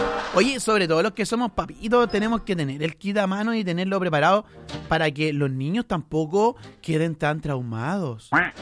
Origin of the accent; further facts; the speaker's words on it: Chile; Tan negativos que somos los chilenos.